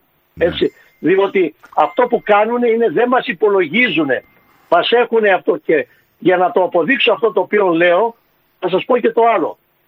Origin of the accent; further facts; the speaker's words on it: Greece; Και το λέω με πόνο αυτό για την πατρίδα μου.